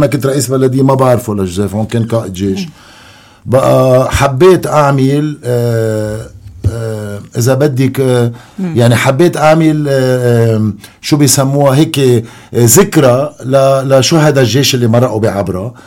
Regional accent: Lebanon; وانا كمواطن لبناني

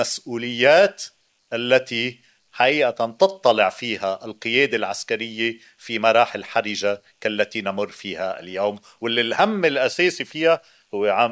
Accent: Lebanon; مصلحتنا كلبنانيين،

